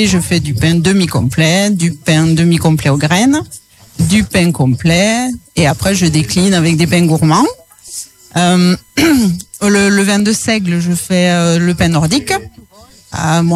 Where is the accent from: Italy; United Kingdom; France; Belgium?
France; Lorette, Auvergne-Rhône-Alpes